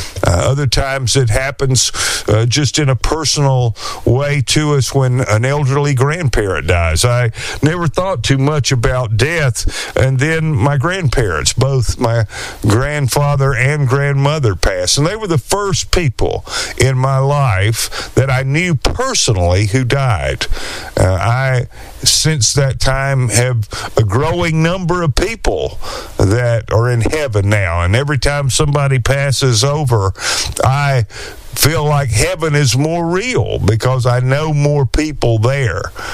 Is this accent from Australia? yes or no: no; Alabama, United States; I remember growing up in Alabama and how we would wake up in the morning and the fog and the mist would be on the pastures